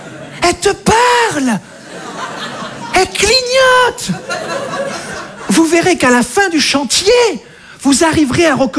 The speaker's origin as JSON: {"language": "French", "town": "Monbazillac", "region": "Nouvelle-Aquitaine", "country": "France", "said": "je viens de Montbazillac, dans le sud-ouest de la France, vous connaissez?"}